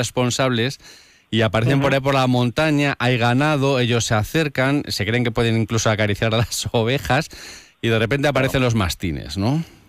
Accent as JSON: {"language": "Spanish", "town": "León", "region": "Castile and León", "country": "Spain", "said": "Los que somos de aquí de León"}